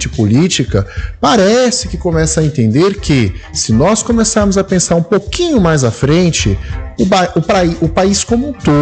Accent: Brazil

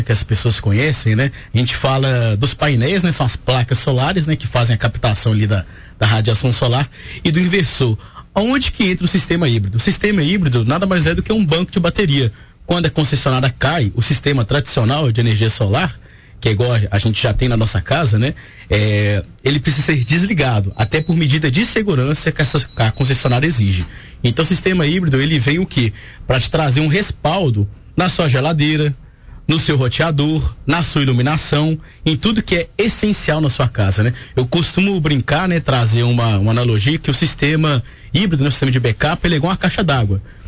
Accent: Ipatinga, Minas Gerais, Brazil; Sou de Patinga.

